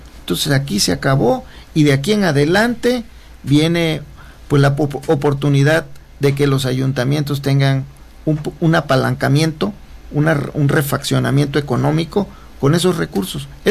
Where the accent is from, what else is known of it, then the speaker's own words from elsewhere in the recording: Coatzacoalcos, Veracruz, Mexico; el ayuntamiento de Coatzacoalcos, de donde yo soy nativo